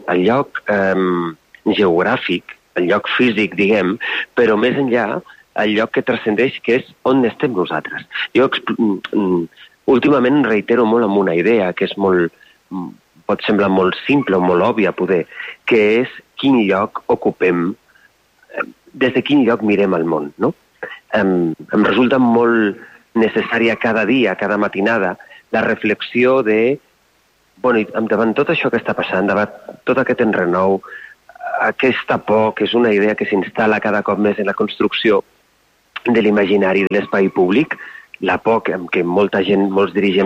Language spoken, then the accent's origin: Catalan; Valencia, Valencian Community, Spain; jo soc de València, per tant reivindico també la mediterraneïtat de la meva terra